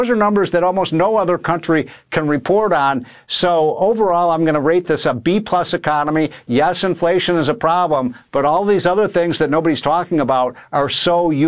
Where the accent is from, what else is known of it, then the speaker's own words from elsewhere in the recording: Illinois, United States; California, New York, New Jersey, my home state of Illinois, Connecticut, Massachusetts.